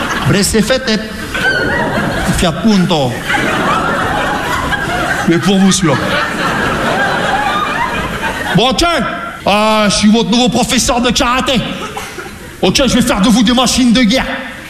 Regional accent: Rouen, Normandy, France; Je viens de Rouen, tu vois, la Normandie, les Vikings

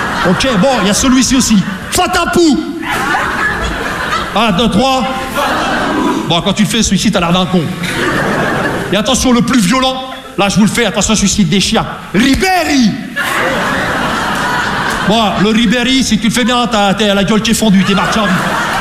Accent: Rouen, Normandy, France; Non mais moi je viens de Rouen, tu vois, la Normandie, les Vikings

